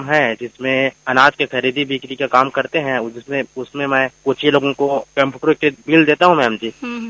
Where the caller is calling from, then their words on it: Balod district, Chhattisgarh, India; हाँ मैं ग्राम मुंडा टोला विकासखंड डोंडी लोहारा जिला बालू छत्तीसगढ़ से डोमेन रहता हूँ बोल रहा हूँ मैम जी।